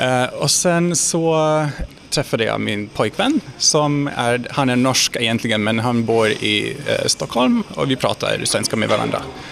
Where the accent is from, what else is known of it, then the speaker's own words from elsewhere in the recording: Cluj-Napoca, Cluj County, Romania; first language Hungarian and Romanian; Swedish is a second language; moved away as an adult; also born or lived in Austria / Germany; now in Finland; Jag är uppvuxen i Cluj-Napoca i Rumänien, i Transylvanien. Och ja, det finns en ungerspråkig minoritet då. Mm. Det är lite samma sak som att vara finlandssvensk i Finland. Precis. Jag är Rumäniens ungrare kan man säga.